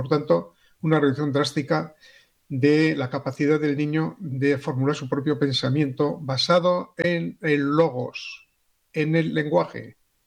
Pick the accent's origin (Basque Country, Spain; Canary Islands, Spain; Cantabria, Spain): Basque Country, Spain; una tierra determinada, que es mi tierra, que es estas vascongadas de mi amor